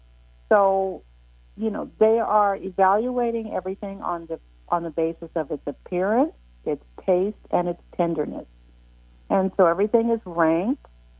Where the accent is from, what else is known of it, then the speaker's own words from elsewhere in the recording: California, United States; But I'm born and bred right here in the Inland Empire.